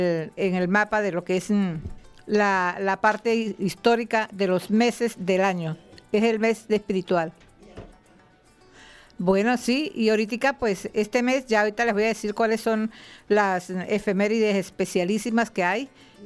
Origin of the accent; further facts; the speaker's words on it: Arauca, Colombia; un compromiso que tenemos todos los araucanos